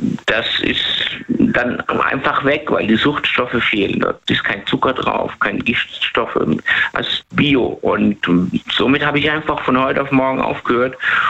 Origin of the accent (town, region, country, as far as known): Lebanon